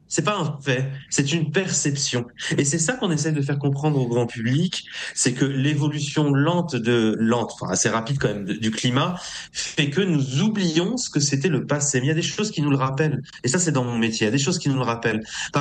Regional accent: Montpellier, Occitanie, France; Par exemple, chez nous, à Montpellier, cette année, on a commencé à entendre certaines espèces de cigales.

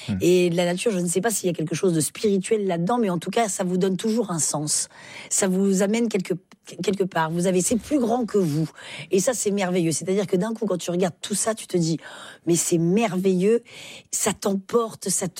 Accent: Occitanie, France; je viens des Cévennes. Donc, j'étais plutôt gardienne de chèvres.

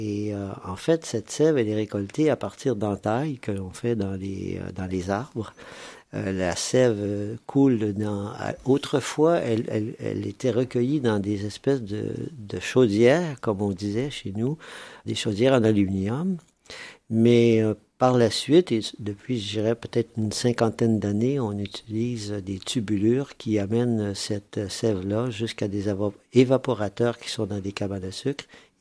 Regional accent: Quebec, Canada; ma région natale, la Mauricie

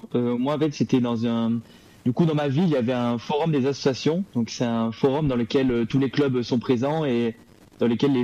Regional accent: La Ciotat, Provence-Alpes-Côte d'Azur, France; now in Marseille, France; j'ai commencé le vélo à 8 ans, chez moi à La Ciotat, dans le sud, dans mon club de vélo de ma ville.

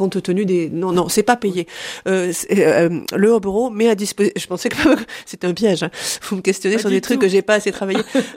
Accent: France; chez nous en France

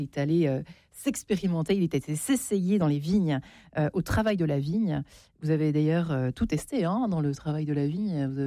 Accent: Versailles, Île-de-France, France; born there; Je suis la caricature parfaite du Versaillais. Je suis né, j'ai été baptisé à Versailles dans une famille catholique pratiquante.

